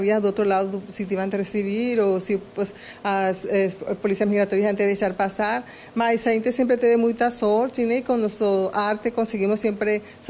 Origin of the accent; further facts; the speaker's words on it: Colombia; Portuguese is a second language; a gente vamos dizer agora que nós somos de Locombia, não somos de Colômbia.